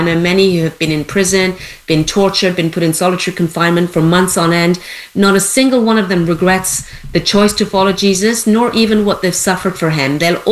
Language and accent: English; Iran; I was born in Iran. I was actually born on the day that took the greatest fatalities as Iranians fought and protested to turn Iran into an Islamic Republic.